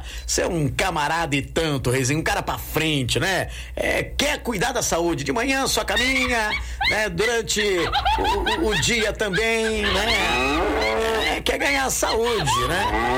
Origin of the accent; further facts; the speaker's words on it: Descalvado, São Paulo, Brazil; um abraço ali em Descalvado, minha terra querida.